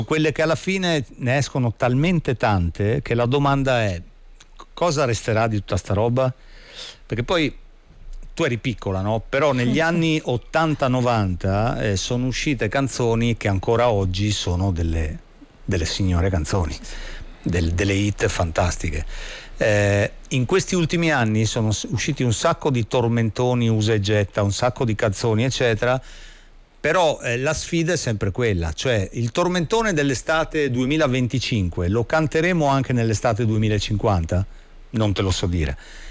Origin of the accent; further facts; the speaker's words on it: Milan, Lombardy, Italy; now in Rome, Italy; da milanese trapiantato a Roma